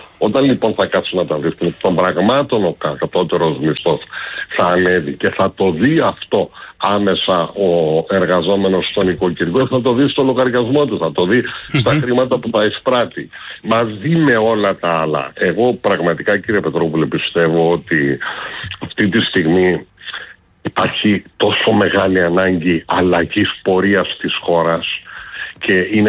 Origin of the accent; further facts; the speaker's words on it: Kos, South Aegean, Greece; Εγώ κατάγομαι από τη Δωδεκάνησο, στην ΚΟ είναι το σπίτι μου.